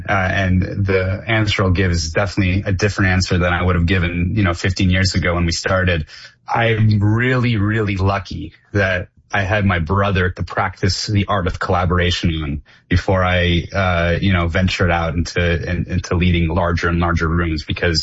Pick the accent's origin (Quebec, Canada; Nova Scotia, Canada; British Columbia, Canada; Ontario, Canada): Ontario, Canada; Toronto; we were very lucky growing up in Toronto and studying at Vlad's Dance Company in Richmond Hill.